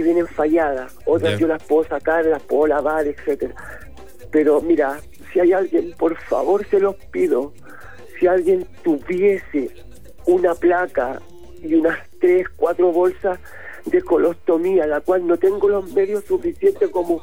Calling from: Pitrufquén, Araucanía, Chile; De acá de Pitrufquén.

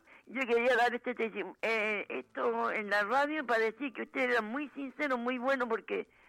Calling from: Santiago, Santiago Metropolitan Region, Chile; De aquí, de Franklin, de Santiago con Franklin.

